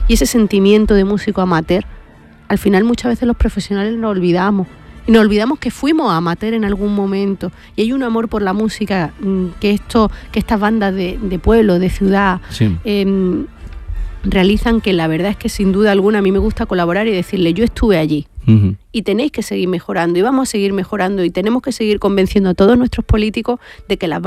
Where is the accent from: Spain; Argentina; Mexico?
Spain; Andalusia; Aquí estoy feliz porque como andaluza se me reconoce como andaluza